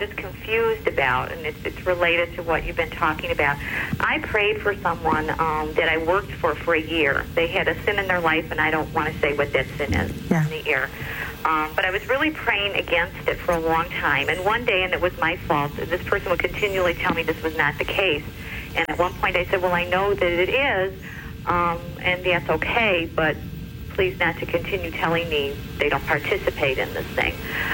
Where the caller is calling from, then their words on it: Chicago, Illinois, United States; Sister, I'm from Chicago.